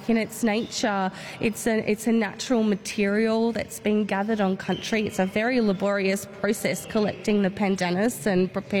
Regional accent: Tasmania, Australia; I'm a proud Palawa woman

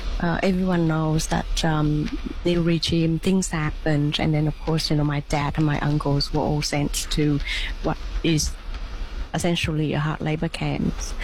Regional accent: Vietnam; moved away; growing up in Vietnam, somehow I thought and I knew that I have to leave Vietnam.

